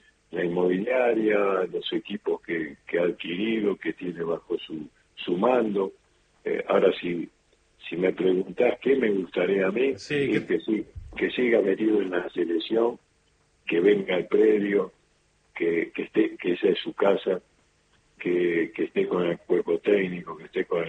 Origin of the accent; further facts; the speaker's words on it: Buenos Aires, Argentina; Vos sos de la provincia. No, digo, nací en el Pirrobano, sí, siempre estuve en capital.